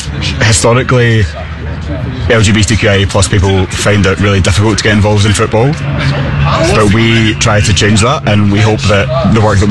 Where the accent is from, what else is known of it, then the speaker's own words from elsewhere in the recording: Scotland, United Kingdom; moved away as an adult; now in Australia; I grew up in Scotland, where more than any other country in Europe, queer people are less likely to play sport because of who they are.